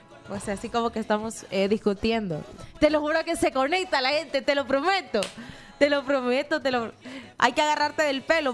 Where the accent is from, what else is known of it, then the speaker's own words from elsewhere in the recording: El Salvador; Pero lo importante es ser salvadoreña de corazón.